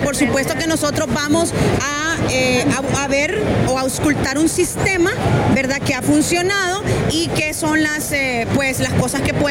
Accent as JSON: {"language": "Spanish", "country": "Honduras"}